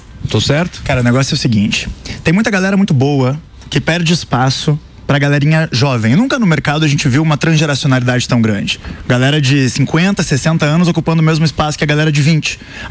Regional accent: Rio Grande do Sul, Brazil; also born or lived in London, United Kingdom / Sydney, Australia / Lublin, Poland; Sou lá do Rio Grande do Sul.

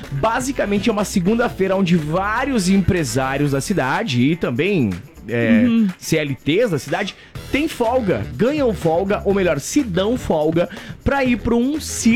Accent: Coronel Freitas, Santa Catarina, Brazil; lá na minha cidade, em Coronel Freitas.

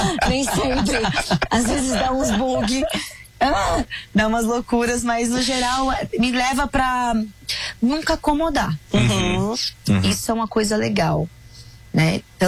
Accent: Brazil; a gente é brasileira

